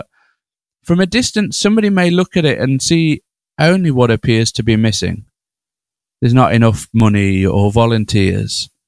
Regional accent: United Kingdom; being a British man

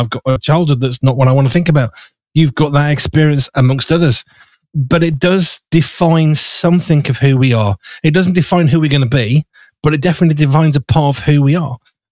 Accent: Wolverhampton, West Midlands, United Kingdom; I grew up in Wolverhampton.

